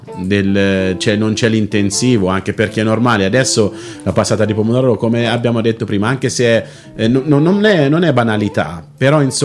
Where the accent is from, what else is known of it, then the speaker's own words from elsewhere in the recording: Mercatale, Tuscany, Italy; cucinavo per una festa che facevamo nel mio paese, a Mercatale